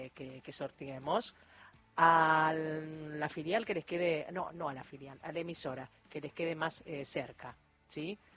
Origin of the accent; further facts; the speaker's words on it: San Rafael, Mendoza, Argentina; Hola, buenas noches … de San Rafael, provincia de Mendoza.